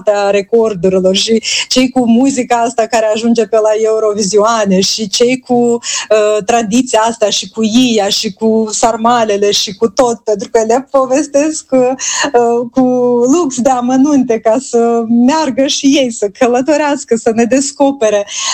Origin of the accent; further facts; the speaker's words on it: Moldova; moved away; Sunt un moldovean jet be jet în ceea ce scriu